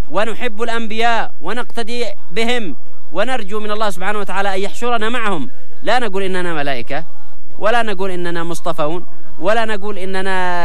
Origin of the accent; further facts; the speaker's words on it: Yemen; احنا كشعب يمني